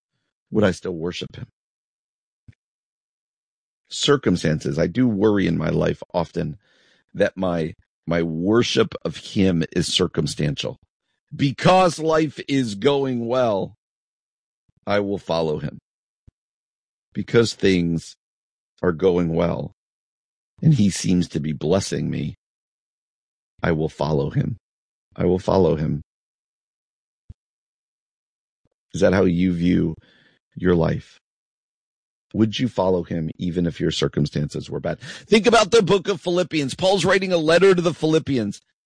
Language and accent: English; New Jersey, United States; like where I grew up in New Jersey, it's the start of beach season, right?